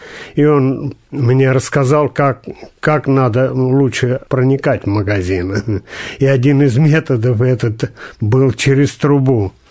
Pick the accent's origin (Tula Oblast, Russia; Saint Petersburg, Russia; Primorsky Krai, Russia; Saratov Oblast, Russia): Tula Oblast, Russia; Я родился в Тверской губернии, как сейчас она называется. Раньше она была Калининская. И когда мне было 3 года, родители привезли меня в Тульскую область, и я там рос 3 года, с 3 лет и до возраста 16.